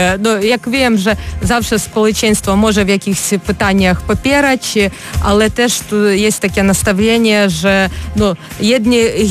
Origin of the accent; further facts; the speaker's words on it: Ukraine; now in Poland; jako Ukrainka mieszkająca w Polsce